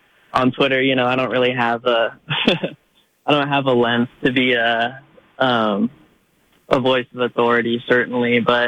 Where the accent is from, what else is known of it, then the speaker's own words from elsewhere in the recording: California, United States; And I'm from the Bay originally, so, you know, there's ties there.